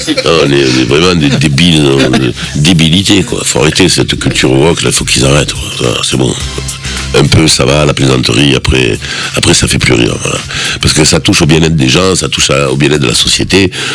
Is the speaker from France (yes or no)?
yes; Corsica, France; Moi, je suis fier de Napoléon, je suis fier de l'histoire de France, même si avec la Corse, on a été. Il y a eu dissonance, hein, parce qu'on a été vendu, mais.